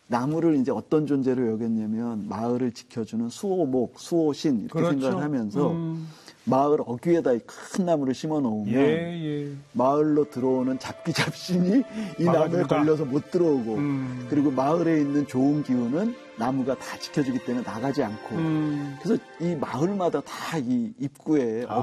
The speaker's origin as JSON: {"language": "Korean", "region": "Incheon", "country": "South Korea", "tie": "born or raised there", "said": "저도 인천에서 태어나서 인천에서 쭉 자랐거든요."}